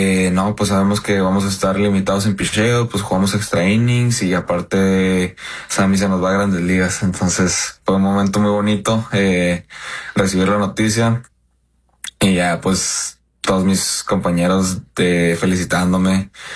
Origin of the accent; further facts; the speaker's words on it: Mexico; Sí, no, un sueño, la verdad, siendo mexicano, los Dodgers retumban en México, ¿verdad?